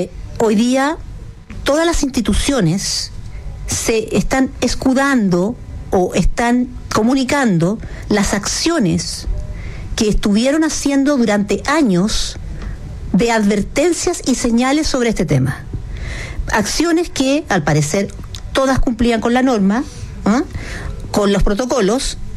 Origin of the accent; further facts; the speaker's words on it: Chile; Yo creo que como chilenos podemos tener miles de desacuerdos políticos, económicos, de formas de estilo, de vida